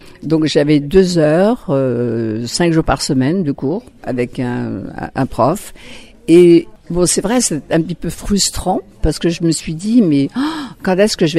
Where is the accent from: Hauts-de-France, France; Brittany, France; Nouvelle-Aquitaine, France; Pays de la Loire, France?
Pays de la Loire, France; La Baule; moved away; also born or lived in Saint-Nazaire; J'ai passé mon enfance à La Baule, qui est très beau coin aussi, mais j'ai toute ma famille encore hein, sur La Baule, sur la Turballe, sur Missillac, sur, oui. Tout le monde, je suis la seule qui est partie très loin.